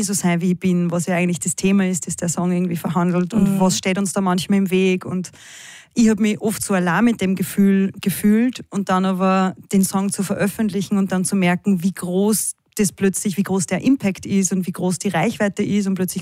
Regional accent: Upper Austria, Austria; mit meinen Wurzeln zu tun, also mit dem Dialekt und mit da, wo ich herkomme und Oberösterreich und meine Familie und so.

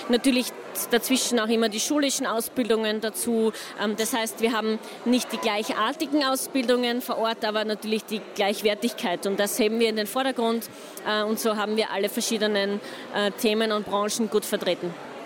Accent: Austria; Man steht wirklich nicht so schnell an bei uns in Österreich, sondern hat eigentlich alle Möglichkeiten.

